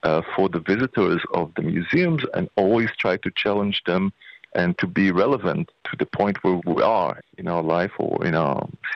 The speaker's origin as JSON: {"language": "English", "town": "Ashdod", "region": "Southern District", "country": "Israel", "tie": "born or raised there", "said": "I was born in Ashdod and lived in Ashdod"}